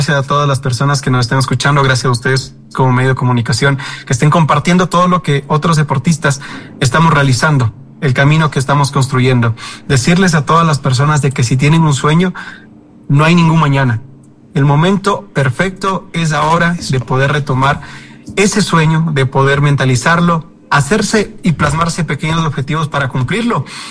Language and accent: Spanish; Ecuador